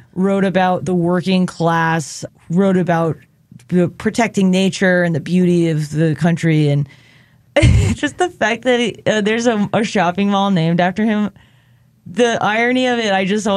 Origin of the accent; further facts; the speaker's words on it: New York, United States; No, I'm from Long Island.